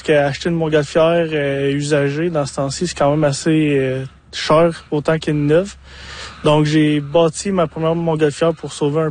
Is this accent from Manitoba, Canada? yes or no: no; Gatineau, Quebec, Canada; moi, quand j'étais jeune, je vivais à Gatineau, puis les montgolfières, ils étaient ça à la ferme de nos mes grands-parents.